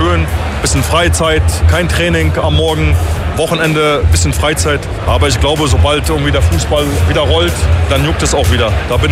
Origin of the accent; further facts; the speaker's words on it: Poland; Ich schau immer, wo ich herkomme. Ich komme aus Polen, aus dem Nix, vom Bolzplatz und sitze jetzt heute hier